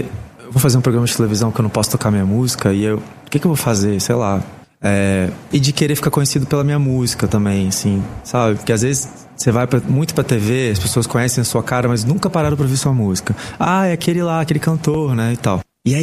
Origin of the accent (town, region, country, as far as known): Brazil